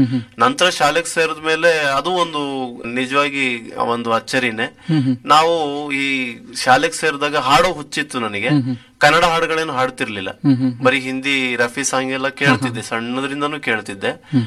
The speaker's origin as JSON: {"language": "Kannada", "town": "Mysore", "region": "Karnataka", "country": "India", "tie": "born there", "also_born_or_lived": "Mandya", "said": "ನನ್ನ ವಿದ್ಯಾಭ್ಯಾಸ ನಾನು 1ನೇ ತರಗತಿಯಿಂದ ಡಿಗ್ರಿವರೆಗೂ ಮೈಸೂರಿನಲ್ಲೇ ಓದಿದ್ದು."}